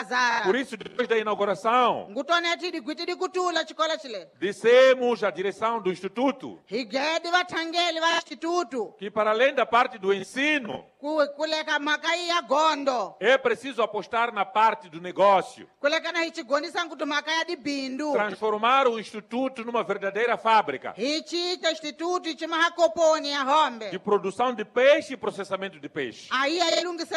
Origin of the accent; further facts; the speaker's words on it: Mozambique; Por isso, todos nós, como moçambicanos, temos que estar atentos aos inimigos do desenvolvimento do povo moçambicano.